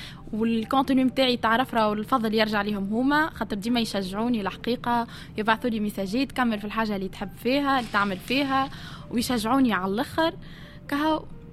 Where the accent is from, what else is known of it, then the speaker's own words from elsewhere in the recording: Tunisia; راهو بابا جزيري وامي تونسيه، اما انا عايشه في تونس وولدت في تونس وكبره في تونس.